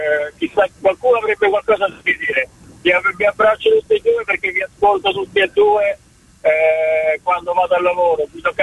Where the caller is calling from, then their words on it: Rome, Lazio, Italy